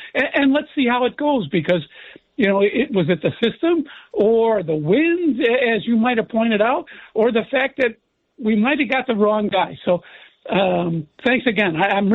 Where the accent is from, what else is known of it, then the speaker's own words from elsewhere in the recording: Chicago, Illinois, United States; Bears, you know, stepping into Caleb's second year and wow, you know, pretty successful because we're originally from Chicago.